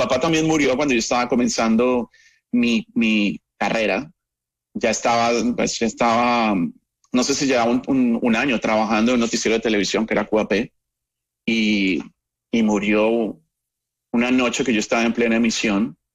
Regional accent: Colombia; moved away; Recuerdo que cuando salí de Colombia hace muchos años

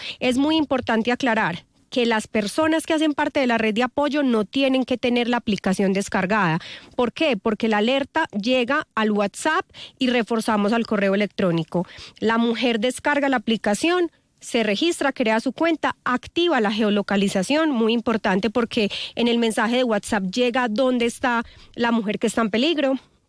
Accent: Antioquia, Colombia; soy antioqueña de 36 años. Soy mamá.

